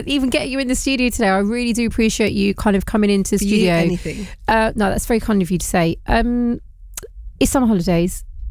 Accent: United Kingdom; I am British.

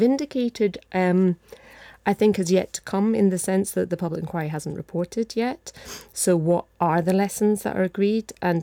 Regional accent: India; moved away; I was brought up in India.

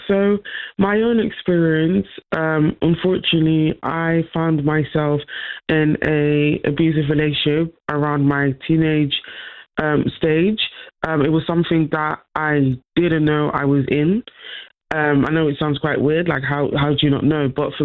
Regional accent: Netherlands; Growing up, unfortunately, as well, I grew up in the Netherlands. I'd experienced a lot of racism, a lot of bullying

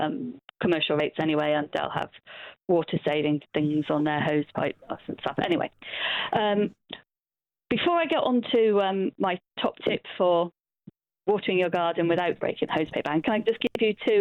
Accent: Bristol, South West England, United Kingdom; I grew up in Bristol

